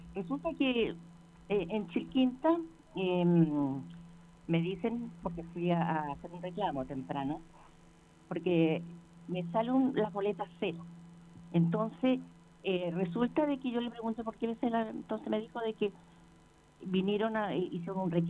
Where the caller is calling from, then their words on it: Valparaíso, Chile; que soy de acá de Valparaíso, de Playa Ancha. Pero tengo un sustituto de una casa que arriendo acá en el Valparaíso.